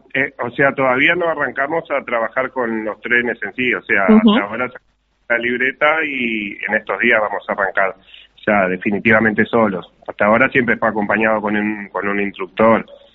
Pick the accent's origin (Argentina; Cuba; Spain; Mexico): Argentina; Buenos Aires; moved away as an adult; now in Paso de los Toros, Uruguay; madre estaba embarazada de mí de 6 meses, fueron de acá de Uruguay para Buenos Aires, se instalaron allá, nací allá, me crié allá en Buenos Aires